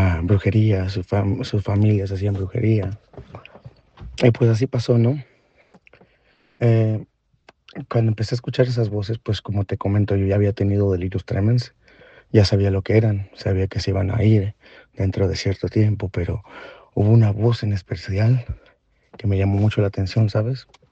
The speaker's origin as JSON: {"language": "Spanish", "country": "Mexico", "said": "Fue algo muy curioso porque todo empezó en otro país. Yo soy de México, pero empezó en otro país."}